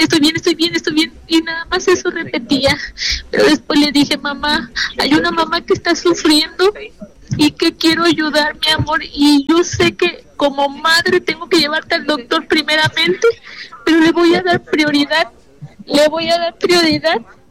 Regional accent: Poza Rica, Veracruz, Mexico

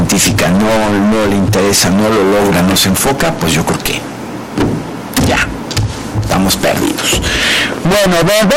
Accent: Mexico; tampoco soy opositor, soy mexicano que quiero lo mejor para este país

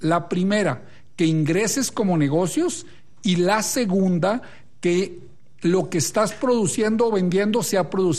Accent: Torreón, Coahuila, Mexico; now in Guadalajara, Mexico; Torreón, Coahuila.

